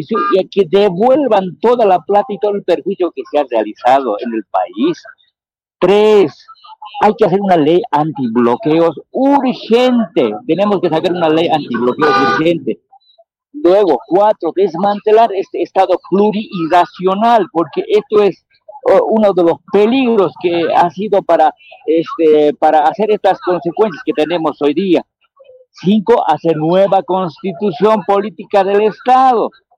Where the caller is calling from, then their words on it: El Alto, La Paz, Bolivia; aquí de la Ceja del Alto